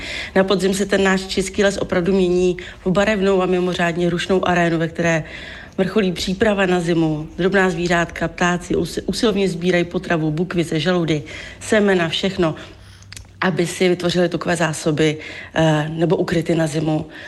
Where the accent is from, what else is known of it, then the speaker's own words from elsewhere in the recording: Vysočina Region, Czechia; jsme z Vysočiny